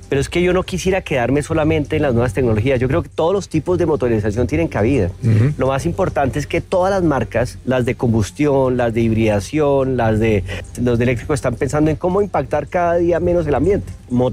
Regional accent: Colombia; me siento orgulloso como colombiano de contarlo.

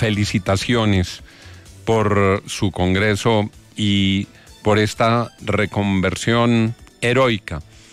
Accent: Colombia; Nos ilusiona como colombianos

